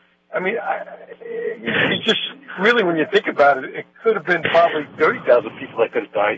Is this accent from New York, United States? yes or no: yes; New York City, New York, United States; I grew up in Brooklyn.